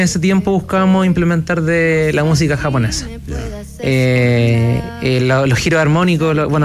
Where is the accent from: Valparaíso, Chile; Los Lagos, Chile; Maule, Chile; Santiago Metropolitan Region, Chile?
Santiago Metropolitan Region, Chile; Santiago; Yo soy de acá, Santiago de La Pintana.